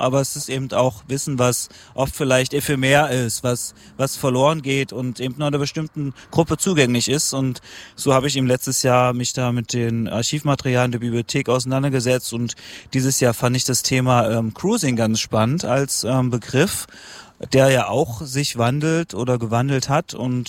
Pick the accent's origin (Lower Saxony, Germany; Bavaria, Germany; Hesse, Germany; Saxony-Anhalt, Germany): Saxony-Anhalt, Germany; Halle; born there; Ich muss auch dazu sagen, ich bin in Halle geboren.